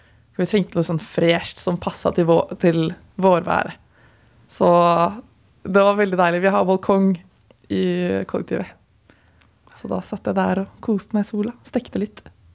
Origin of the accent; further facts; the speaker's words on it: Asker, Akershus, Norway; siden jeg er fra Asker, der det ikke er så mye folkemusikk